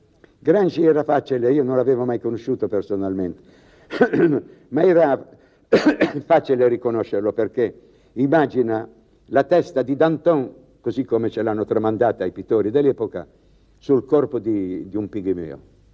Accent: Savona, Liguria, Italy; nella mia Savona

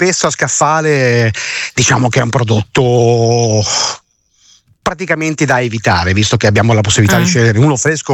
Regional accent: Milan, Lombardy, Italy; now in Liguria, Italy; io sono milanese ma vivo in Liguria

